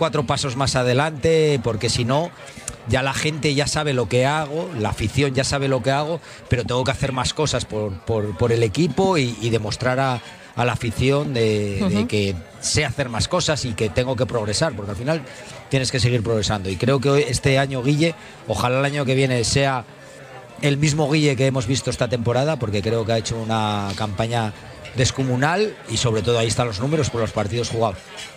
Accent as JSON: {"language": "Spanish", "town": "Gijón", "region": "Asturias", "country": "Spain", "said": "yo soy de aquí, de Gijón. Soy del Sporting de toda la vida."}